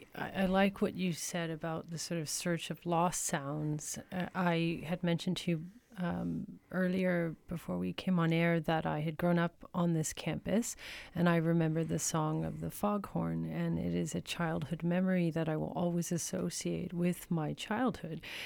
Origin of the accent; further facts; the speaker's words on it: Canada; even as a Canadian, I never grew up with sounds like this.